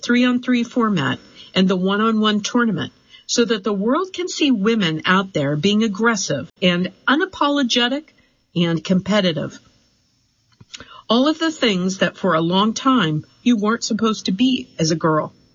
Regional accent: Jefferson City, Missouri, United States; When I was growing up in Jefferson City, Missouri, after school, my younger brother and I played basketball in the driveway until the sun went down

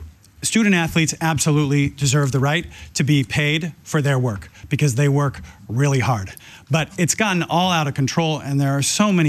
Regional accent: East Lansing, Michigan, United States; I grew up here in East Lansing

